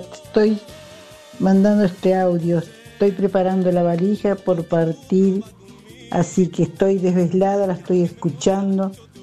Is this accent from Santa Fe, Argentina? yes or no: yes; San Javier, Santa Fe, Argentina; now in Santa Fe, Argentina; Yo soy del norte de Santa Fe, de San Javier, cerca de la ruta. Uno. Yo me acuerdo que juntábamos algodón, juntábamos zapallito, trabajábamos en la quinta, éramos 9 hermanos, así que todos nos desparramamos. Así que yo estoy acá en Santa Fe Capital